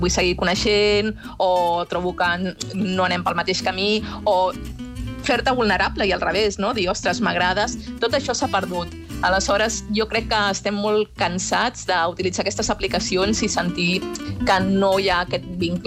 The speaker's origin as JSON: {"language": "Catalan", "region": "Catalonia", "country": "Spain", "said": "I escolta tu, que som catalans, quan ens caiem ens tornem a aixecar."}